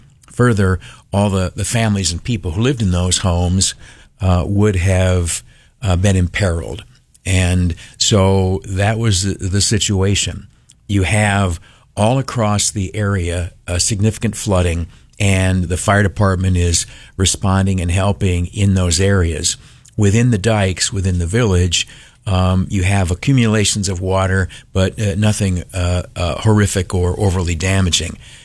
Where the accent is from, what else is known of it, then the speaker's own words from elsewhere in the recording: Canisteo, New York, United States; now in Rochester, United States; my hometown is quite a ways from Rochester, about 70 miles, sort of on the edge of our listening area.